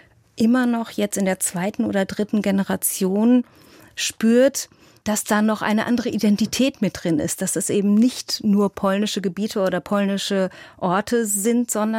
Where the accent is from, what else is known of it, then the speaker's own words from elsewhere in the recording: eastern Germany, Germany; moved away; in der Siedlung oder in der Wohnung, in der ich aufgewachsen bin, wo meine Mutter seit 1966 lebt, versucht, dieses Heimatfinden zu fotografieren und eben auch diese Dinge, die das schon auch besonders macht, wenn man aus dem Osten in den Westen gesiedelt ist.